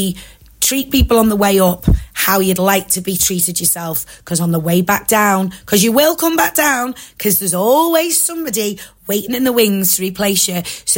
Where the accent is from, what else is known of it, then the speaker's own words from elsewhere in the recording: Southport, North West England, United Kingdom; It was my hometown this has happened in.